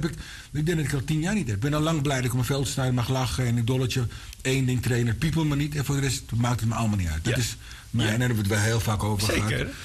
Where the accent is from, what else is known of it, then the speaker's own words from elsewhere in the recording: Amsterdam, North Holland, Netherlands; Ik ben geboren en getogen in de Bijl, maar ik heb alle pleintjes in Amsterdam gehad.